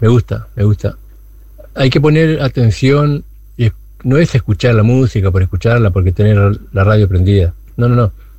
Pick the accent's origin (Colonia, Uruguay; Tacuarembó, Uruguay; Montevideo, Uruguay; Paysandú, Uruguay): Tacuarembó, Uruguay; yo soy de Tacuarembó